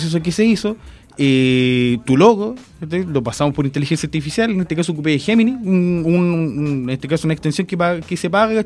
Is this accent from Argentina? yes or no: no; El Tambo, Chile; soy del Tambo, en realidad.